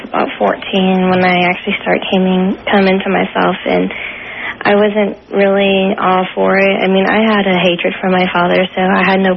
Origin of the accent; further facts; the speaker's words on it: the South, United States; accent: Southern; I get my Southern accent when I get stressed out